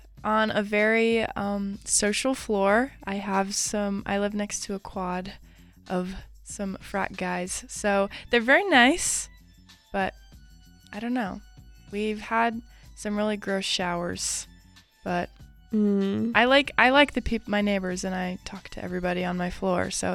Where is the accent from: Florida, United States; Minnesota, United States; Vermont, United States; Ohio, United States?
Minnesota, United States; Hopkins; moved away as an adult; now in Colorado, United States; I'm from Minnesota, actually.